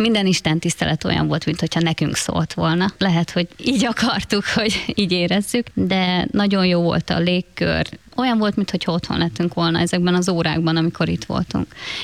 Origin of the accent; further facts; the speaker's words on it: Zakarpattia Oblast, Ukraine; moved away as an adult; now in Balassagyarmat, Hungary; Mi Kárpátaljáról származunk. 2022. február 24-én jöttünk át a határon.